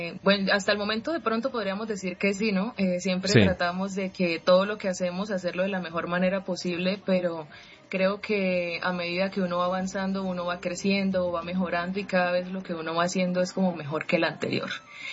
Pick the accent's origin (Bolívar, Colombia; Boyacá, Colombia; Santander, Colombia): Santander, Colombia; Bucaramanga; born there; also born or lived in Sincelejo, Sucre, Colombia; Nací en Sincelejo, mi papá es de Tolú, Sucre. Mira. Pero sí, ya casi toda mi vida por acá en Santander.